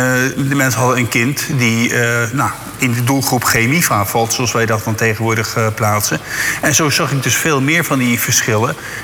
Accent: Zwijndrecht, South Holland, Netherlands; Kijk, ik ben geboren in Zwijndrecht. Ik ben geboren in de Vermeerstraat. En dat was een nieuwbouwgebied. Dat is nou ja, achter de passage, laat ik het zo zeggen.

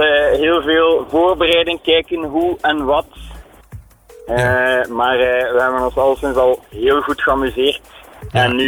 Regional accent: Belgium; Ja, inderdaad. Wij zijn van België.

